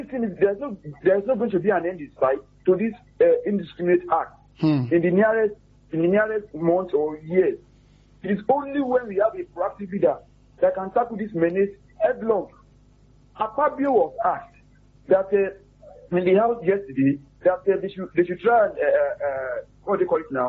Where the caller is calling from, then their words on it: Nigeria; calling from Abacha.